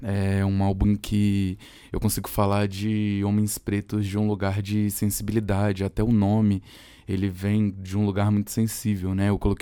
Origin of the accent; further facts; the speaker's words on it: Sobradinho, Federal District, Brazil; Salve, salve, Sobradinho, minha quebrada.